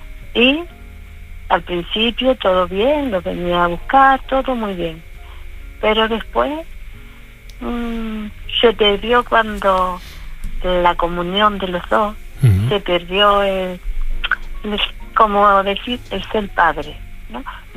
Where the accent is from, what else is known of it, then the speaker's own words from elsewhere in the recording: Canary Islands, Spain; porque yo soy canaria, ¿eh? De la isla de enfrente.